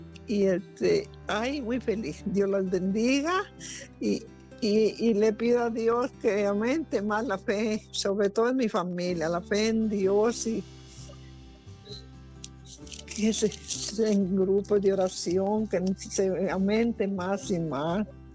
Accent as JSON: {"language": "Spanish", "town": "Santiago de Compostela", "region": "Galicia", "country": "Spain", "said": "Yo soy de Compostela, no le dije."}